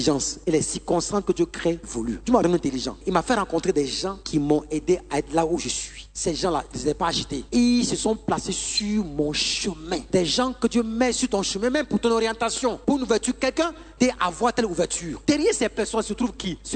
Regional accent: Burkina Faso; Moi, je viens du Burkina Faso.

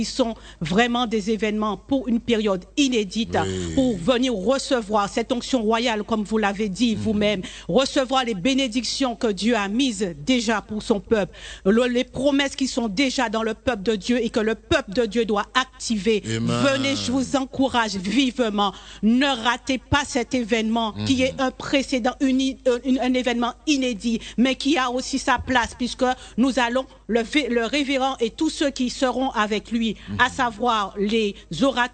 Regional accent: Guadeloupe; Je suis originaire de la Guadeloupe.

